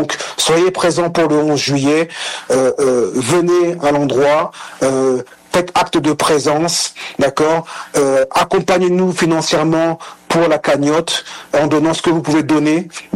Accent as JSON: {"language": "French", "country": "Cameroon", "said": "Haïti, moi dans ma culture, moi je suis camerounais, hein, mais dans ma culture, dans mes références d'engagement politique, Haïti tient une place particulière."}